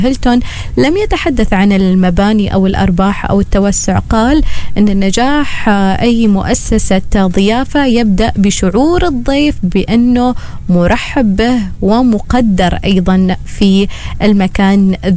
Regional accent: Oman; ثقافتنا كعمانيين

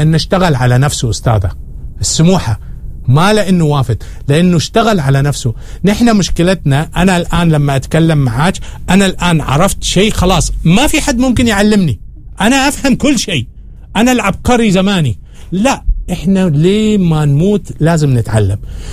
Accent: Oman; اول ما نثبت وجودنا احنا كعمانيين الكل سوف يتعافت علينا

